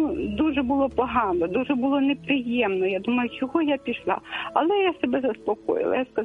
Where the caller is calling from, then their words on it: Kyiv, Ukraine; я з Києва дзвоню.